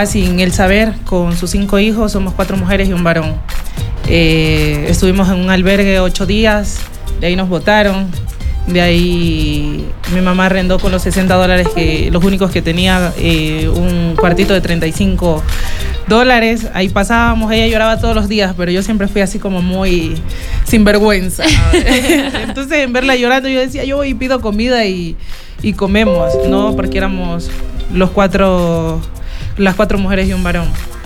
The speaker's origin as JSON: {"language": "Spanish", "country": "Ecuador", "tie": "born or raised there", "also_born_or_lived": "Colombia", "said": "yo tenía papeles colombianos, porque yo nací en Colombia, pero crecí aquí en Ecuador."}